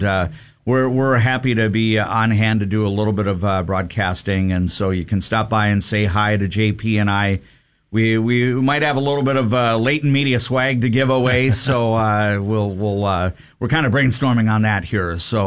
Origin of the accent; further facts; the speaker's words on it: New Hope, Minnesota, United States; now in Alexandria, United States; I know in my hometown, they call it Night to Unite in New Hope, Minnesota.